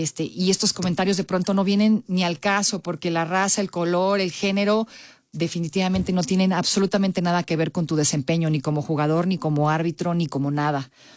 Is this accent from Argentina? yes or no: no; Mexico; Nosotros como mexicanos, tú si eres inglés, a lo mejor tú si eres de otro país, ¿no?